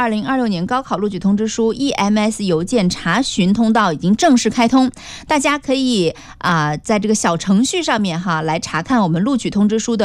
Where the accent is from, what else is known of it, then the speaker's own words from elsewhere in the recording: Taiyuan, Shanxi, China; now in Fuzhou, China; 我是太原